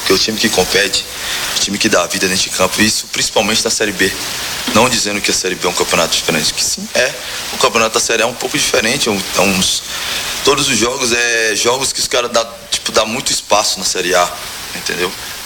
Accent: Ceará, Brazil; Da onde eu sou do Ceará, o sol é igual daqui, não tem essa pertinho.

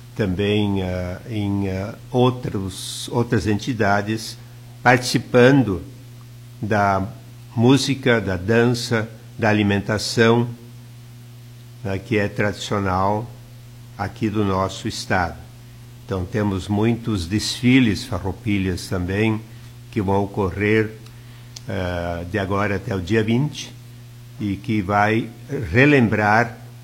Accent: Rio Grande do Sul, Brazil; nós somos, além do Rio Grande do Sul, nós somos gaúchos e somos, ao mesmo tempo, também brasileiros.

